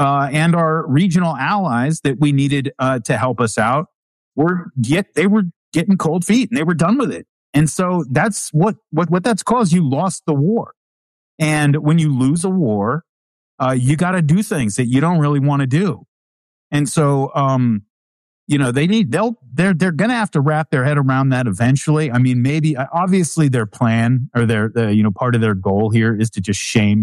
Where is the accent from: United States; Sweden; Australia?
United States; as an American